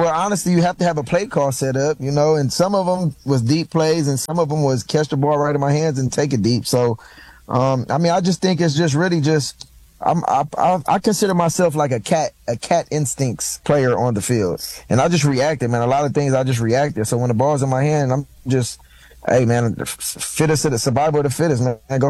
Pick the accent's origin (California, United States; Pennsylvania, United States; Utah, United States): California, United States; Los Angeles; USC was right there in my backyard. I grew up in the Crenshaw district, and, that was literally in my backyard, and I feel like I had to get away from home and grow up on my own.